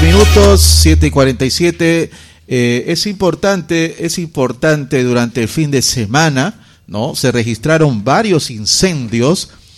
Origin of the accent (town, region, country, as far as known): Rioja, San Martín, Peru; moved away